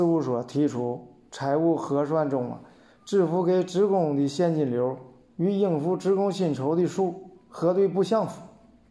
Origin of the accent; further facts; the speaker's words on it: Liaoning, China; 我出生在辽宁，我的根就在辽宁。